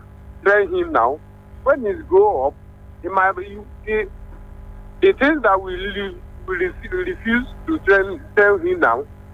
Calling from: Lagos, Nigeria; I'm calling from Lagos.

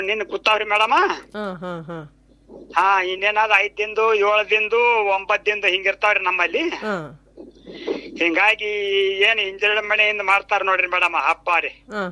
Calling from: Vijayapura, Karnataka, India; ನಾವು ವಿಜಯಪುರದಿಂದ

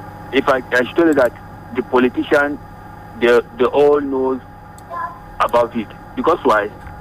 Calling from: Fagba, Lagos, Nigeria; calling from Fagba.

